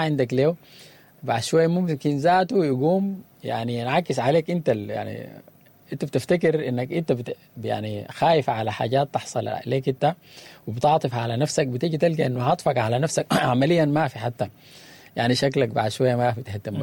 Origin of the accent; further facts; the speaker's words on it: Sudan; إحنا كشعب سوداني